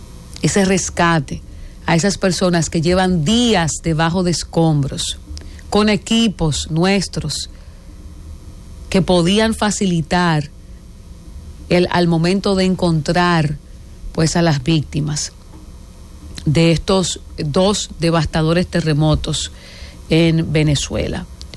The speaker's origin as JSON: {"language": "Spanish", "country": "Dominican Republic", "said": "no es más que lo natural de lo que somos los dominicanos."}